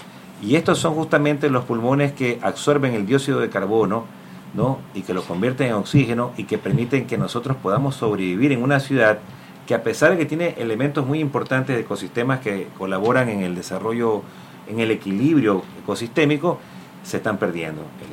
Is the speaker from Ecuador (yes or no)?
yes; Guayaquil, Guayas, Ecuador; somos los guayaquileños, pues.